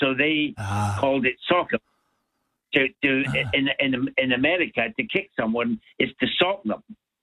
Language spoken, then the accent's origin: English; Airdrie, Scotland, United Kingdom; now in Raceview, Australia; I'm originally from a place called Airdrie in Scotland.